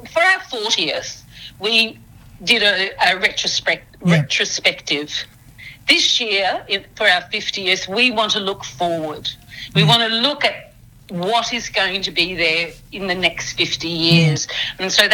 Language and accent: English; Murwillumbah, New South Wales, Australia; also born or lived in southeast Queensland; now in Sydney, Australia; I'm Cubby Cubby, but that's southeast Queensland. But I grew up in Mwilumbah, so I grew up on Bundjalung Minjimbul country. I've lived in Sydney for almost 40 years now